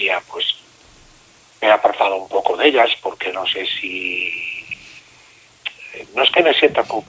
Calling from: Santa Cristina d'Aro, Catalonia, Spain; vivo en Alampurdá.

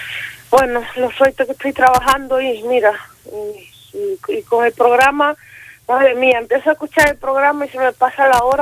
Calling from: Igualada, Catalonia, Spain; porque yo soy Igualada, vivo en Igualada yo.

